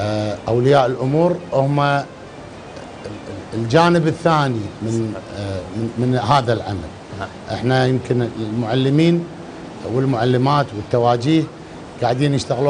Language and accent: Arabic; Kuwait; الظروف الاستثنائية اللي مرت فيها ديرتنا الحبيبة الكويت